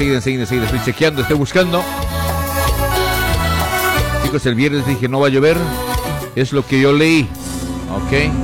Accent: La Paz, Bolivia; Yo soy de La Paz.

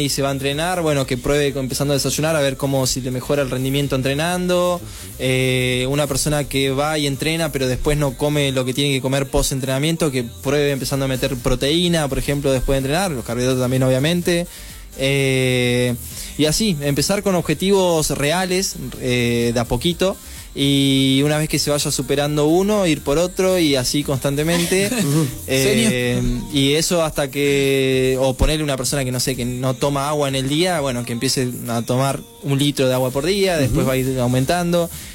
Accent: Maquinchao, Río Negro, Argentina; moved away as an adult; now in Viedma, Argentina; Soy de Maquinchao, la línea sur. Ya es mi octavo año acá, estoy en Viedma

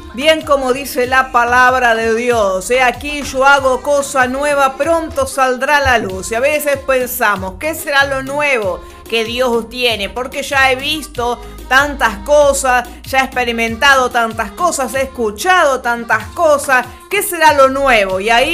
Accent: Uruguay; Como buen uruguayo tomando un rico mate

